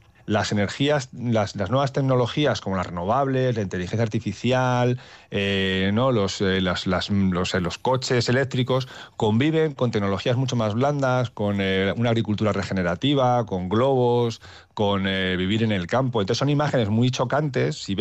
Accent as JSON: {"language": "Spanish", "region": "Castile and León", "country": "Spain", "said": "En mi pueblo, que es la provincia de Burgos, hay muchísimos molinos"}